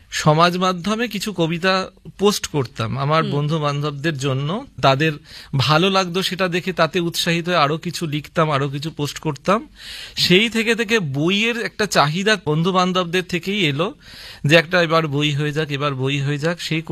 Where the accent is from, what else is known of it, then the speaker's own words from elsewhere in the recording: Chinsurah, West Bengal, India; আমি অ্যাকচুয়ালি জন্মেছি চুঁচুড়ায়। চুঁচুড়া ছাড়ার কথা কোনোদিন এখনো অবধি ভাবতেই পারিনি।